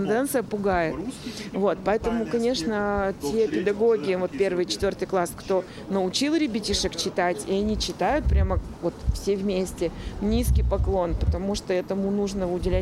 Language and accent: Russian; Yekaterinburg, Sverdlovsk Oblast, Russia; Я вот всем объясняю, что я не питерский житель, екатеринбурженка